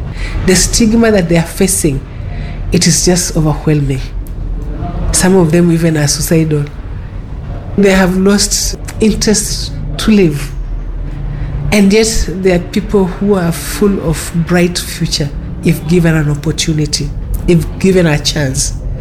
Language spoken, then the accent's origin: English; Kilifi, Kilifi County, Kenya; I come from Kilifi. You know, I cannot travel to Kilifi. I do not have money to even be able to give a bribe so that they can allow me to go to my family.